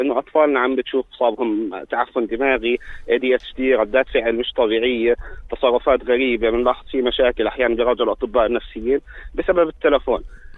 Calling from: Jordan; عندنا في الأردن

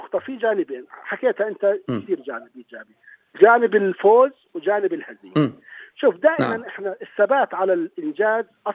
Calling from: Jordan; انا كمدرب بالعكس، يعني انا بحكي من الاردن، خلصت كاس عالم، بس الاردن وصلت سلامي لكاس العالم

